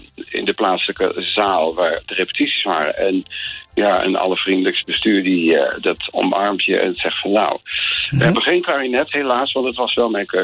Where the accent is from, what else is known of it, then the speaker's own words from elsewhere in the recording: Terborg, Gelderland, Netherlands; born there; moved away as an adult; also born or lived in Doetinchem / Arnhem / Ellecom; now in Ra, Bronckhorst, Netherlands; Ik ben weliswaar geboren in Doetinchem, gewoond in Terborg.